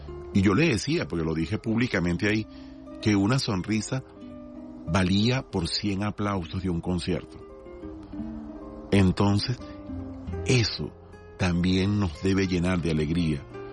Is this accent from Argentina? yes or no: no; Venezuela; Como lo he dicho en otros programas, somos hijos de libertadores, somos hijos de héroes, porque somos hijos de Bolívar, de Sucre, de Miranda, de Páez.